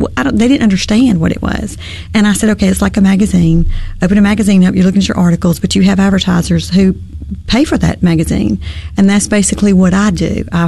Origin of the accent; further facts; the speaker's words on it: the South, United States; I'm a Southerner.